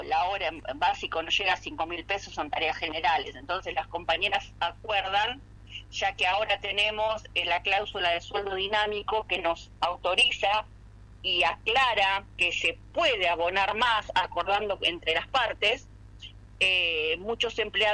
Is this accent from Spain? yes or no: no; Argentina; en la Argentina venimos después de Uruguay